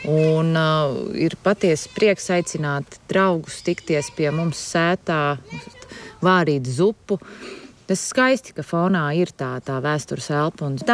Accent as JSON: {"language": "Latvian", "town": "Palsmane", "region": "Vidzeme", "country": "Latvia", "tie": "born or raised there", "also_born_or_lived": "Riga", "moved": "as an adult", "lives_now": "Plāņi parish, Latvia", "said": "Nu, es esmu cēlusies no Palsmanes, bet man mamma uzauga Plāņos."}